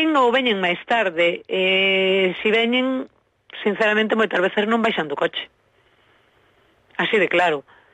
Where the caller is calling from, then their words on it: Pontevedra, Galicia, Spain; Pontevedra.